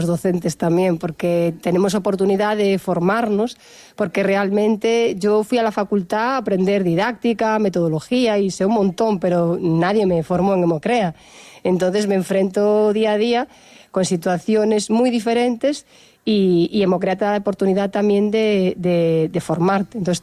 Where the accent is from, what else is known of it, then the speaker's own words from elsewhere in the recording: Galicia, Spain; moved away as an adult; now in Canary Islands, Spain; yo como buena gallega